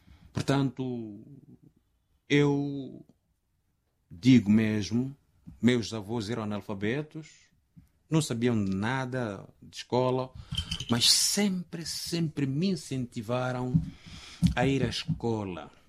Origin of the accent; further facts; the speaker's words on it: Zambezia, Mozambique; Mas ela tinha se casado numa outra região, numa outra margem do rio, chamado Gurai, onde eu nasci.